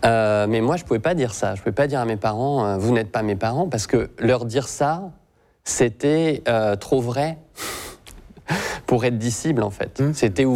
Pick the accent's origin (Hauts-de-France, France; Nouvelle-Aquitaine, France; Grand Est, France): Grand Est, France; Reims; born there; Alors, tout simplement, je suis né à Reims, il y a 42 ans, donc en 1984, et à ma naissance, j'ai été abandonné, je suis né sous X.